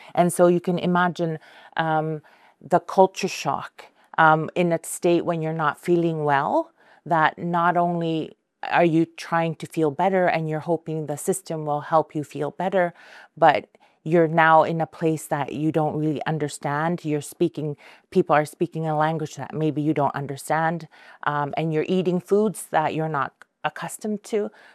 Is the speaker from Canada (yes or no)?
yes; Canadian Arctic, Canada; So I'm an Inuk from the Arctic, from the Canadian Arctic, and we had the opening this year